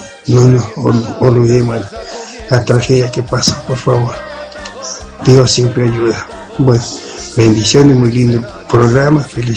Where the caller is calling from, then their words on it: Argentina; como argentino